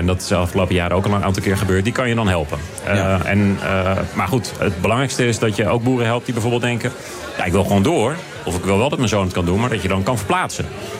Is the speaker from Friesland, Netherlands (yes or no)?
no; Gelderland, Netherlands; Oorspronkelijk kom ik ook uit de Bommelerwaard bijvoorbeeld.